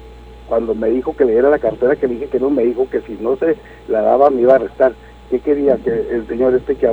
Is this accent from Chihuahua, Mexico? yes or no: yes; Valle de Juárez, Chihuahua, Mexico; born there; Yo soy vallejuarense 100%, yo nací en el Valle de Juárez, y pago mis impuestos mexicanos y pago impuestos americanos